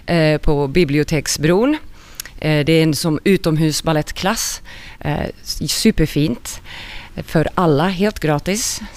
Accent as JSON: {"language": "Swedish", "country": "Finland", "said": "och ja, vi kommer från Finland såklart"}